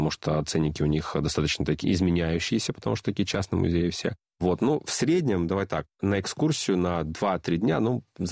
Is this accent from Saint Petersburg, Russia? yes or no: yes; Saint Petersburg, Russia; now in Moscow, Russia; А он бывший мой, я уже москвич.